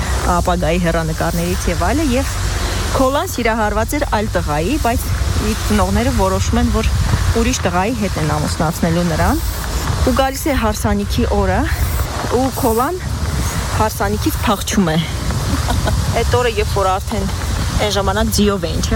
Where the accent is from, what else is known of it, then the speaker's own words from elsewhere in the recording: Skhnakh, Nagorno-Karabakh, Azerbaijan; հայրունց ցեղան։ Ծնվել եմ Արցախի Սխնախ գյուղում, ինքը փոքրիկ գյուղ էր լեռներում ծվարած Ասկերանի շրջանի։